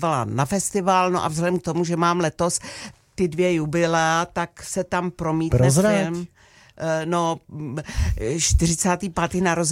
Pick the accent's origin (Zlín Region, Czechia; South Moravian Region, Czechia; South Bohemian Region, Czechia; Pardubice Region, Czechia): Pardubice Region, Czechia; Chrudim; Ano, já jsem rodačka z Chrudimě